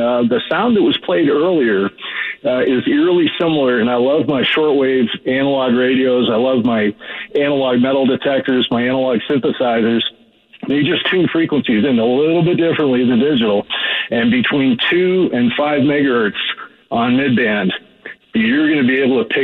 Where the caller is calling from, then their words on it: Wildwood, Georgia, United States; in Wildwood, Georgia, longtime listener, first-time caller.